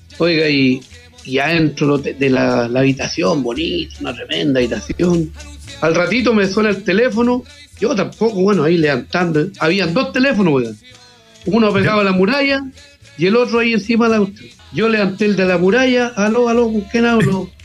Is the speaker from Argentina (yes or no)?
no; Monteagüe, Chile; yo le dije, oiga, es que yo soy de Monteagüe, soy del campo, y voy a donde Enrique Maluenda.